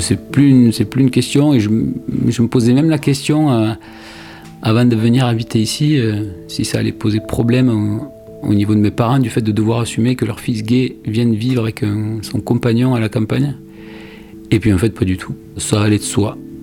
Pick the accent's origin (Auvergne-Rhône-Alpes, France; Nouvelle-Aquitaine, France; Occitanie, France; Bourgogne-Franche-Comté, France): Occitanie, France; Labastide-Rouairoux; Alors j'ai grandi à Lavastide-Rouéroux, donc tout petit village du bout du Tarn. Je crois que c'est un village de 1000-1200 habitants à l'époque.